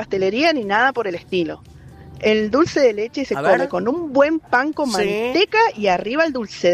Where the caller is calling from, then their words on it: Maipú, Mendoza, Argentina; de Maipú.